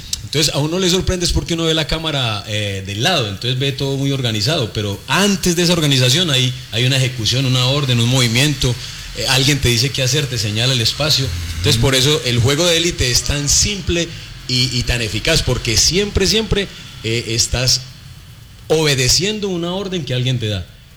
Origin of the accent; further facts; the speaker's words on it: Colombia; Como colombiano les digo que me gustaría que ganáramos 2-0.